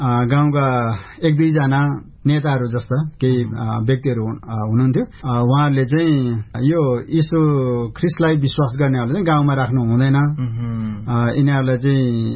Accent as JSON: {"language": "Nepali", "area": "Lamjung District", "region": "Gandaki Province", "country": "Nepal", "tie": "born or raised there", "second_language": "Nepali", "said": "मेरो जन्म लमजुङ जिल्लाको त्यति बेलाको नौथर गाविसमा वडा नम्बर 2 बाँसपोड गाउँ भन्छ, त्यहाँ मेरो जन्म भएको हो र म त्यहाँ हुर्केको हुँ।"}